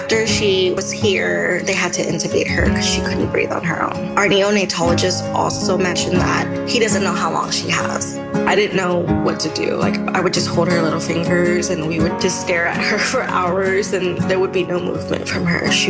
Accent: San Diego, California, United States; We are from San Diego, California, and this is Cassidy's story.

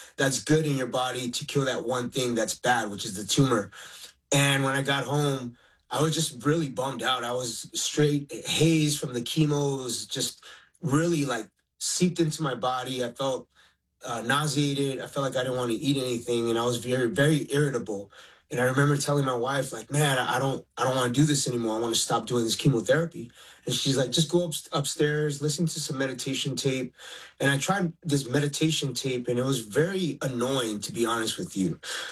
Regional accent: Los Angeles, California, United States; born or raised there

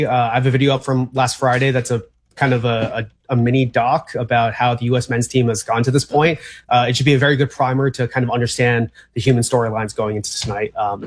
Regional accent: South Korea; So, I'm originally from South Korea.

